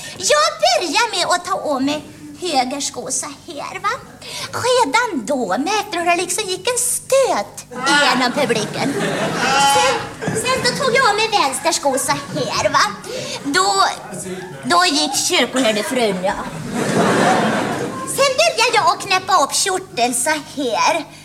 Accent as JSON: {"language": "Swedish", "region": "Västra Götaland County", "country": "Sweden", "tie": "born there", "said": "jag hade en väldigt svår dialekt att arbeta bort. Ja, det är nämligen så att jag är född i Västergötland"}